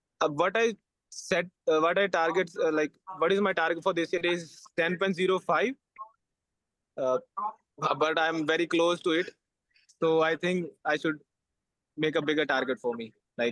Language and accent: English; Punjab, India; I'm from Punjab.